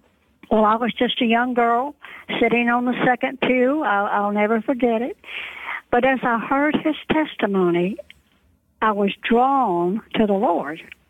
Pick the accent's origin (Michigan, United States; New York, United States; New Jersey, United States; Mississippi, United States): Mississippi, United States; Hickory Flat; born there; also born or lived in Memphis, Tennessee; I was born in Tennessee, but I was actually born again in Hickory Flat, Mississippi.